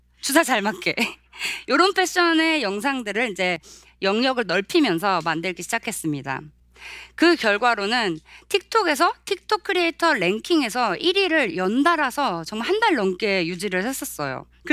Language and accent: Korean; Spain; 제가 9살 때부터 스페인에서 자랐어요. 그래서 스페인어, 영어, 한국어를 조금 이제 할 수 있어요.